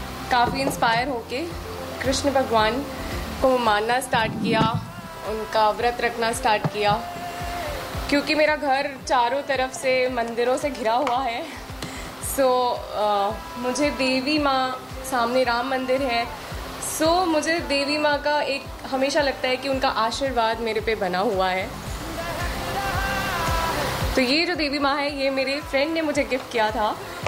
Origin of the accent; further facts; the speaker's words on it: Chhattisgarh, India; now in Mumbai, India; मैं छत्तीसगढ़ से हूँ